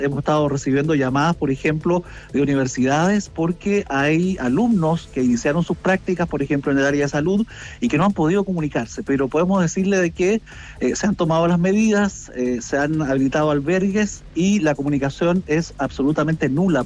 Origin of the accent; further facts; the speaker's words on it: Andacollo, Coquimbo, Chile; Yo soy de Andacollo